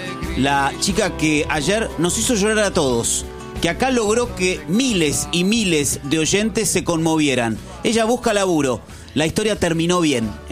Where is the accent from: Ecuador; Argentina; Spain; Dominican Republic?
Argentina; Somos argentinos